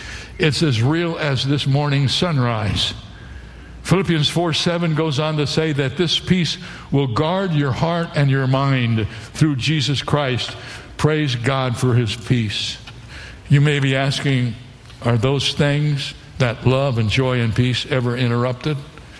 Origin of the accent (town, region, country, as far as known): Ohio, United States; born or raised there